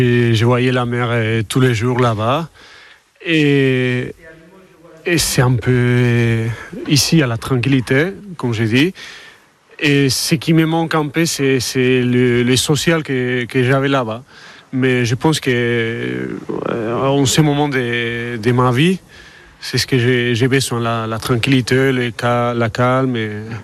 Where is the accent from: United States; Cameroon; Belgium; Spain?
Spain; Basque Country; now in France; Moi je suis basque, je suis d'un village à côté de Saint-Sébastien, un très bel endroit.